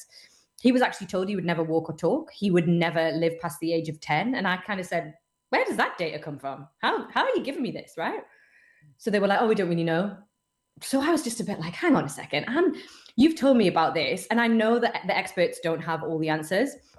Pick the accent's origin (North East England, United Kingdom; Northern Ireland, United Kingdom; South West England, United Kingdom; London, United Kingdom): North East England, United Kingdom; Newcastle upon Tyne; I'm from Newcastle upon Tyne. I was born and bred up here.